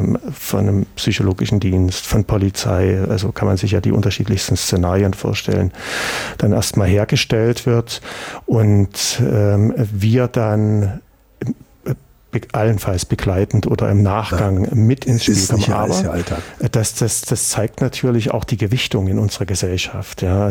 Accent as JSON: {"language": "German", "region": "eastern Germany", "country": "Germany", "tie": "born or raised there", "said": "ich bin ja auch hier im Osten groß geworden."}